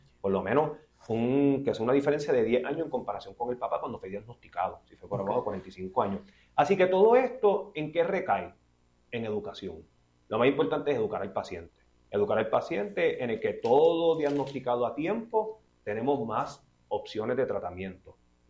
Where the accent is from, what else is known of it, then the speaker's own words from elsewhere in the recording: Puerto Rico; como boricua al fin